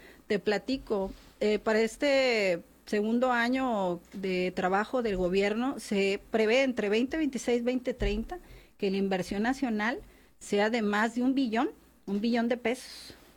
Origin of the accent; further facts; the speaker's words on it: Mexico; nosotros como mexicanos, mexicanas, podamos nosotros dirigir hacia dónde queremos que vaya nuestro gobierno